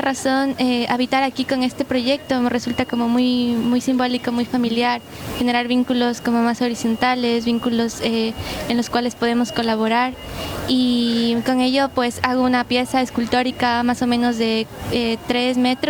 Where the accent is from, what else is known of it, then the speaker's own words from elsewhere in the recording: Quito, Pichincha, Ecuador; soy de Quito, Ecuador, y estoy aquí súper feliz de poder presentar mi trabajo en la Mar de Artes Visuales.